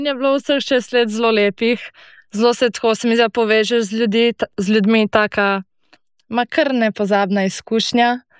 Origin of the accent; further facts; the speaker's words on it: Nova Gorica, Gorizia, Slovenia; prihajam iz okolice pri Novi Gorici